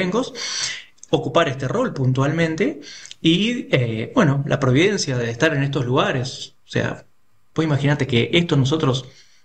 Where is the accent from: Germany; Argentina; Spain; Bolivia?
Argentina; Barranqueras, Chaco; moved away; yo soy de Barranqueras, Chaco, y mi parroquia, que es la Inmaculada, la parroquia de mi barrio es de Don Orione.